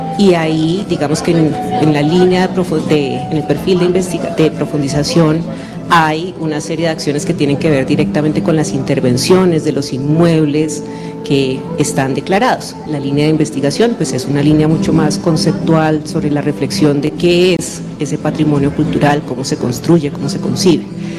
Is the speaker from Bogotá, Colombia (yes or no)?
yes; Bogotá, Colombia; moved away as an adult; also born or lived in Manizales; Yo duré 20 años en la sede de Manizales, soy bogotana, claramente, pero duré 20 años en la sede de Manizales